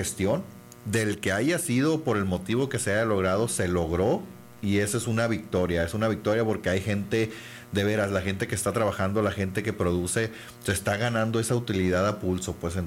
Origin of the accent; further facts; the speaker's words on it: Cananea, Sonora, Mexico; y los que somos de Cananea sabemos que todos los años eran utilidades buenas.